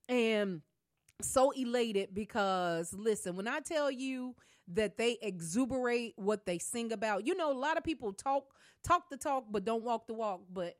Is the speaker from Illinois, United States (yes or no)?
yes; Chicago, Illinois, United States; now in Champaign, United States; That's where I was born and raised. Even though I'm down here in Champaign, I was born and raised right in the great city of Chicago, Illinois, on the south side, 9900 South Low Avenue is where I was born and raised.